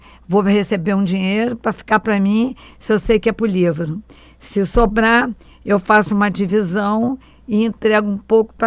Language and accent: Portuguese; Rio de Janeiro, Brazil; accent: chiado carioca; moved away; Eu chio muito, né? Não sei, porque sou carioca.